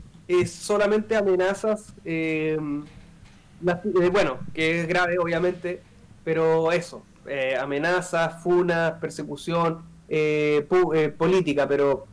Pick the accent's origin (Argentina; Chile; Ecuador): Chile